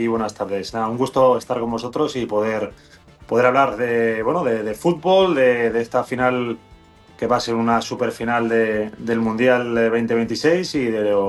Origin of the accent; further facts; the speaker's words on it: Spain; para mí como español me unen muchas más cosas a los argentinos que a los ingleses